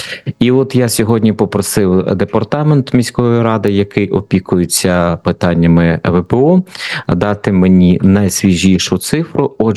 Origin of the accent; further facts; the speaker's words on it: Kharkiv, Kharkiv Oblast, Ukraine; now in Lviv, Ukraine; Ну, а ще ж купа харків'ян і харківок самі є переселенцями. Ну, от я, наприклад, теж маю статус переселенця. Я поки що мешкаю у Львові.